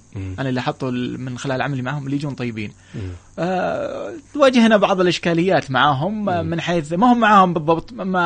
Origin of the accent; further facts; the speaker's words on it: Saudi Arabia; also born or lived in Malaysia; نعم أنا طبعا تربيت في السعودية